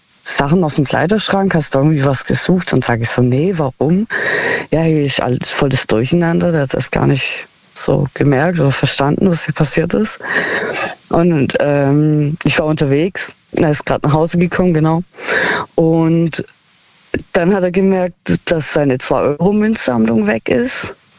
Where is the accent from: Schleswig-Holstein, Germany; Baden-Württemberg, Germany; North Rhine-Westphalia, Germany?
Baden-Württemberg, Germany; Heilbronn; Aus Heilbronn.